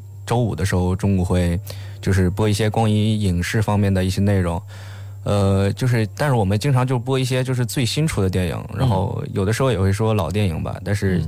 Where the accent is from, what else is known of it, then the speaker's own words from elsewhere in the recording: Northeast China, China; born there; moved away; 因为我小时候是东北出生的嘛，然后就是口味特别偏北方